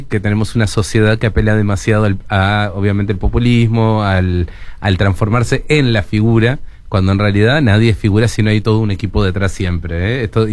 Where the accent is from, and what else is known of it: Uruguay